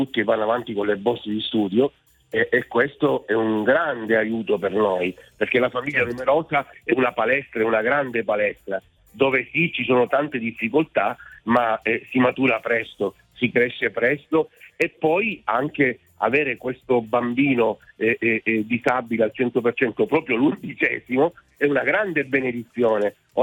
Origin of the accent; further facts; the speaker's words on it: Reggio Calabria, Calabria, Italy; moved away as an adult; now in Brescia, Italy; io sono nato e cresciuto a Reggio Calabria, ma ora da 20 anni vivo a Brescia.